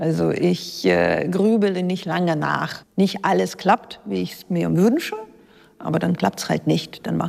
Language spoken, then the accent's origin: German; Russia; moved away as an adult; also born or lived in London; now in Frankfurt, Germany; Ich bin in Russland geboren und bin da auch zur Schule gegangen.